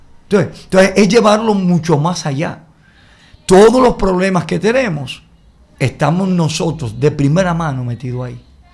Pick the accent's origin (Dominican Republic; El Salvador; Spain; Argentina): Dominican Republic